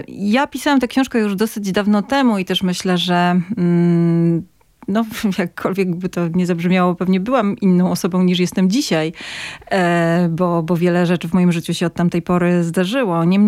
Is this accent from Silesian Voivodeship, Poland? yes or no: yes; Silesian Voivodeship, Poland; jesteśmy wszyscy ze Śląska i z Polski